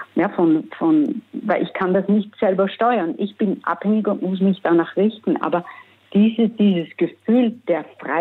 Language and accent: German; Netherlands; German is a second language; Ich bin Niederländerin und die Niederlande hatten eine sehr große Seemacht.